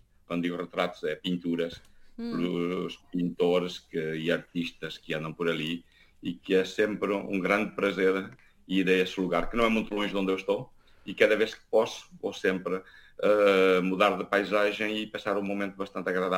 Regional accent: Guarda, Portugal; moved away as an adult; eu sou português genuíno, nasci e criado até aos 19 anos na Guarda, melhor dito, numa pequena aldeia que se chama 30, uma pequena região industrial, hoje já não, porque os têxteis faliram

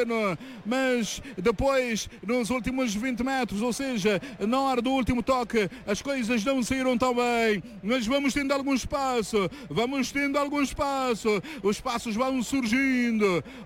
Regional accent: Cape Verde; somos de Cabo Verde

